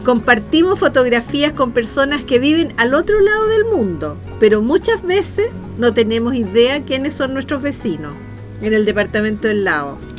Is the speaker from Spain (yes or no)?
no; Chile